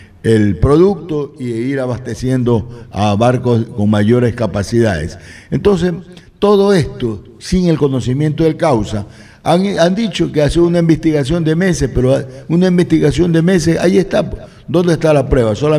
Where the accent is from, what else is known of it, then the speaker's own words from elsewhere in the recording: Ecuador; Y nosotros, como ecuatorianos, debemos creerle a los ecuatorianos.